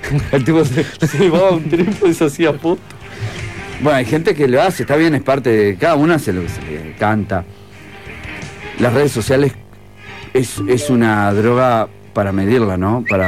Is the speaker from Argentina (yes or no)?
no; Uruguay; ¿los uruguayos somos feos, terrajas y falsos?